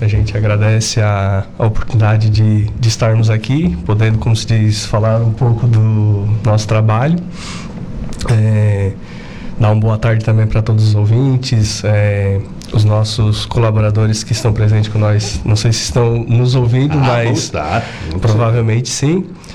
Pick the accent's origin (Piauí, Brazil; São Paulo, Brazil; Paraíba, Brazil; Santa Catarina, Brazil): Santa Catarina, Brazil; Araranguá; eu sou natural de Aranaguá mesmo, né? Tenho 39 anos